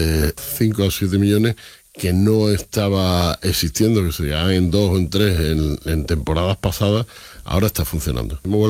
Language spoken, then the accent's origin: Spanish; Huelva, Andalusia, Spain; una película de chavales en Huelva, mi tierra